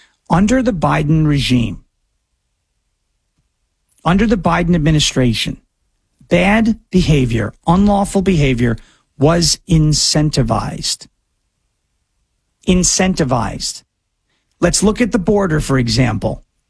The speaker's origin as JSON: {"language": "English", "region": "New York", "country": "United States", "tie": "born or raised there", "said": "I grew up in New York. I spent 31 years of my 35 years on earth there. Born and raised on Long Island."}